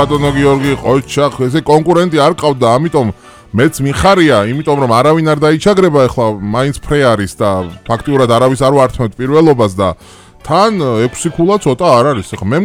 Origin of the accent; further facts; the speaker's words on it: Tbilisi, Georgia; born there; მე რო დავიბადე ჩაჭავაში